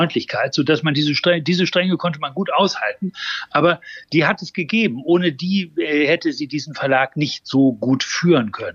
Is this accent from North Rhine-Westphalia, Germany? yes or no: no; Hamburg, Germany; zumindest in Berlin und ich glaube auch in Hamburg, wo ich herkomme, schon die ersten Frauenbuchläden